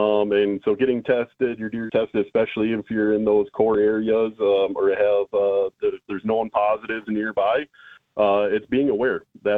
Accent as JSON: {"language": "English", "region": "Wisconsin", "country": "United States", "tie": "born or raised there", "said": "Wisconsin born and bred in Clark County, and grew up hunting a lot in Clark County and Taylor County, the National Forest area."}